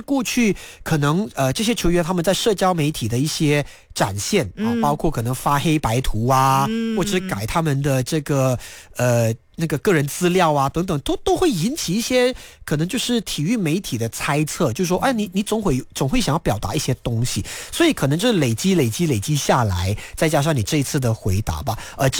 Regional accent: Malaysia

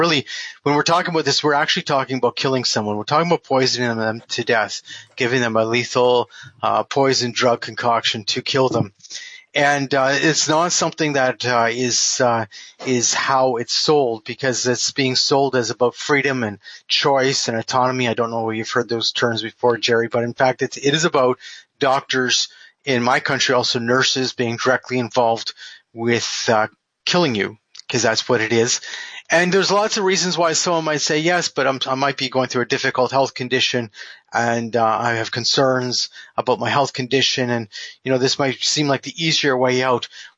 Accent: Canada; Well, I'm a Canadian.

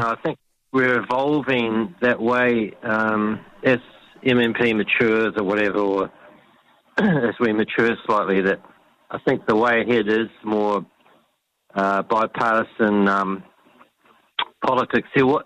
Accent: Whanganui, Manawatū-Whanganui, New Zealand; I'm from Whanganui area, and there's been two effective MPs over the years.

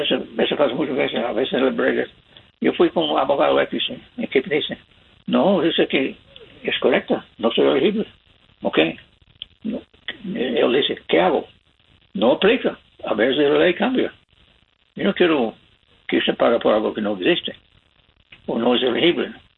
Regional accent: Michigan, United States; Spanish is a second language; now in California, United States; yo nací aquí en California, pero fui criado en el estado de Michigan.

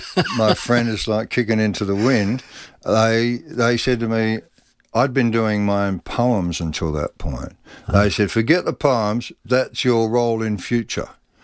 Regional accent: South Australia, Australia; being South Australian

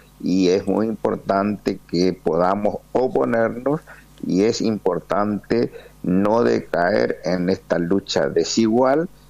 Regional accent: Argentina

